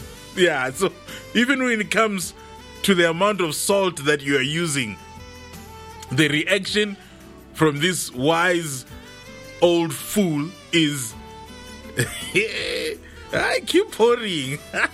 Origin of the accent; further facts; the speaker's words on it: South Africa